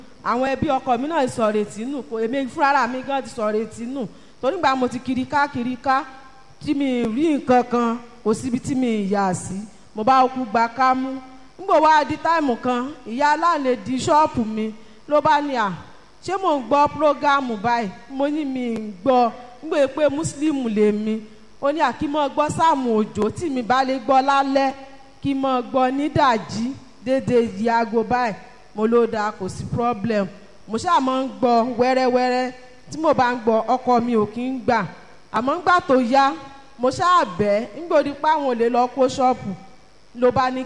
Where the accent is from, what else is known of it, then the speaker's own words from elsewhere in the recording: Ada, Osun, Nigeria; mo wá láti ìlú Àdà. Ókè, mo wá láti ìlú Àdà.